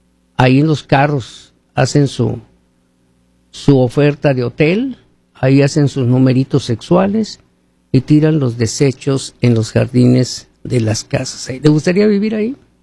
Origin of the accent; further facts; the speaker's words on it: Hermosillo, Sonora, Mexico; moved away; En Hermosillo, Sonora, México, ciudad donde yo nací, donde he vivido casi toda mi vida de soltero, vamos a decirlo así, un poco de casado.